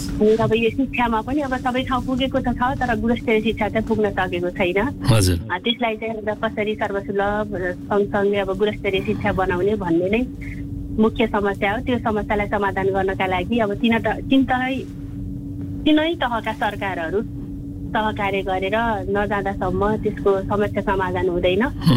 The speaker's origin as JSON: {"language": "Nepali", "area": "Baglung", "region": "Gandaki Province", "country": "Nepal"}